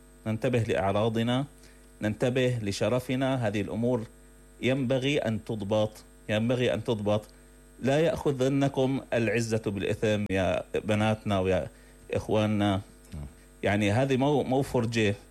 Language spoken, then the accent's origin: Arabic; Syria; عندنا في الشام